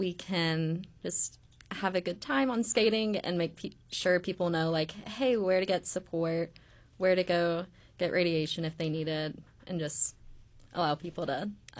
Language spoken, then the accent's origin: English; Tennessee, United States; Like, I'm from Tennessee. I don't have family up here.